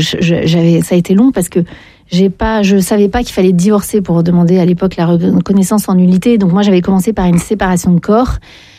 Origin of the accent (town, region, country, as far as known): Paris, Île-de-France, France